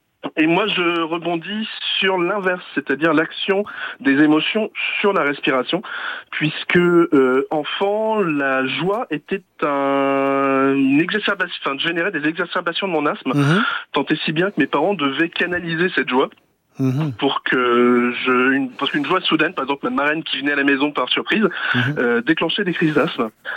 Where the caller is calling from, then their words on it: Toulouse, Occitanie, France; J'appelle de la ville de Toulouse.